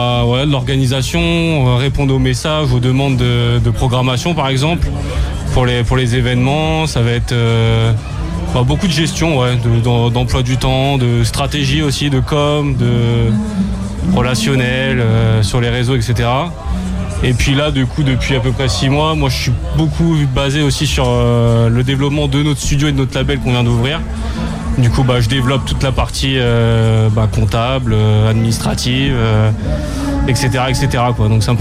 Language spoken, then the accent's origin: French; Lisieux, Normandy, France; moved away as an adult; now in Caen, France; parce qu'on est originaire de Lisieux avant d'arriver à Caen pour les études.